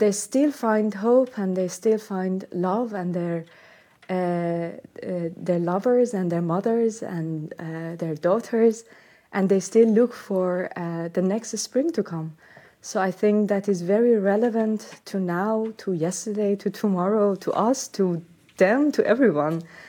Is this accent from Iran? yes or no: yes; Iran; English is a second language; now in Netherlands; resonates with me personally and resonates with people in Gaza and people in Lebanon and people in Iran, my home country.